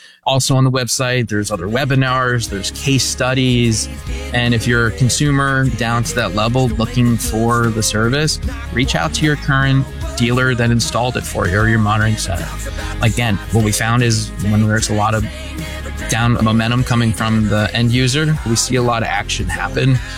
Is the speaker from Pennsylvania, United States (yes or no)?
yes; Pennsylvania, United States; now in Dallas, United States; there's where I'm in Dallas right now, drive some sketchy areas at Dallas, Philadelphia. I'm originally from Pennsylvania.